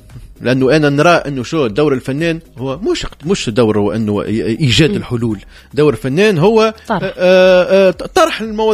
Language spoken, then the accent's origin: Arabic; Tunisia; وهذا صاير عندنا في تونس الداخل